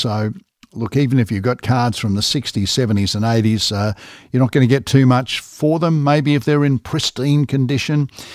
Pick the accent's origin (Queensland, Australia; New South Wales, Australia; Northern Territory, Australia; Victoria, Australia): Victoria, Australia; Melbourne; I'm at high school growing up in Melbourne